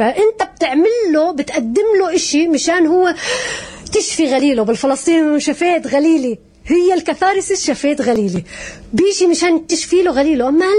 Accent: Syria; أنا كلاجئة فلسطينية سورية

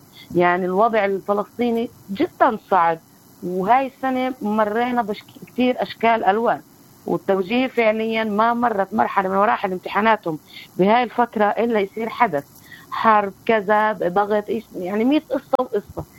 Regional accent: West Bank, Palestine

